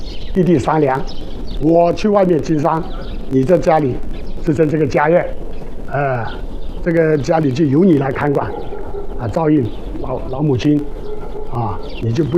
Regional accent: Heping, Guangdong, China; 这个古镇再不修一下，明年慢慢的都没掉了。那我就想，但是土生土长的人，这栋房子以前有大片的房子

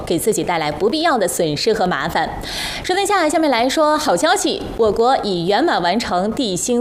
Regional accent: Liaoning, China; 要说咱们东北人，他就是这么豪爽

